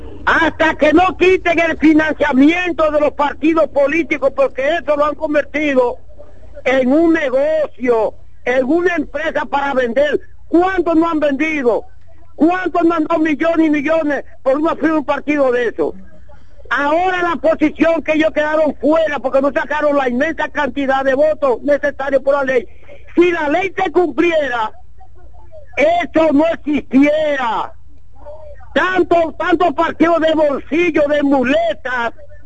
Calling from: Dominican Republic

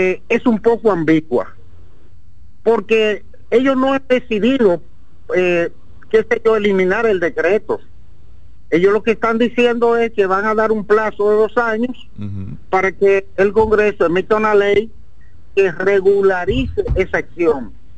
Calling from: Sánchez Ramírez, Dominican Republic; de Sánchez Tamírez.

